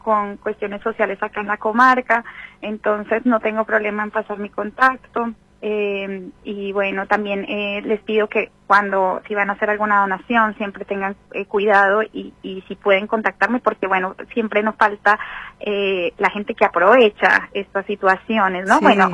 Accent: Colombia; now in Argentina; La verdad, yo amo Argentina como mi segunda patria, estoy acá hace muchísimos años, pero bueno, me afectó muchísimo porque soy colombiana también.

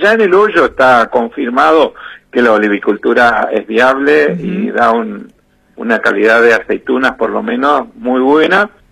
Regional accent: San Juan, Argentina; now in Río Negro, Argentina; lo hago traer de San Juan, compro a un productor ahí cerquita de mi pueblo natal

